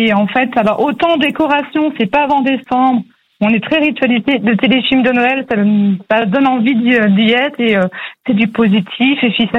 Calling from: Pordic, Brittany, France; De Pordic, à côté de Saint-Brieuc.

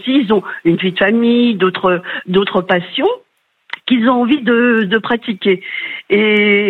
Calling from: Narbonne, Occitanie, France; J'appelle de Narbonne

